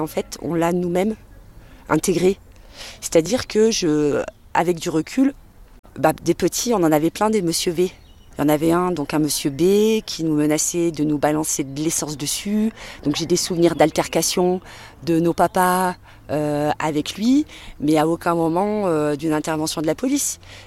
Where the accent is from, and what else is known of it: Espaly-Saint-Marcel, Auvergne-Rhône-Alpes, France; born or raised there; now in Le Puy-en-Velay, France